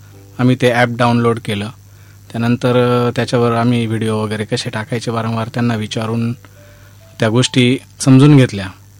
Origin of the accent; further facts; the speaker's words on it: Dhamori, Maharashtra, India; माझं गाव धामोरी, तालुका कोपरगाव, जिल्हा अहिल्यानगर.